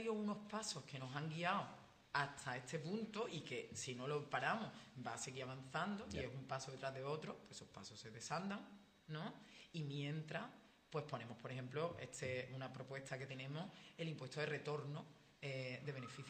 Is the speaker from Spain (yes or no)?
yes; Los Barrios, Andalusia, Spain; O yo que soy de los barrios